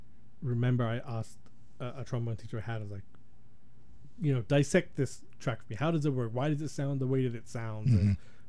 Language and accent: English; England, United Kingdom; moved away as an adult; I grew up in England. I left when I was, I think, around 23, 24. To like a mixed race household. So my mom is Sri Lankan, my dad's British